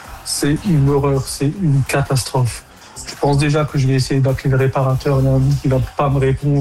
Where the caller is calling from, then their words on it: Grand Est, France; J'habite en Alsace.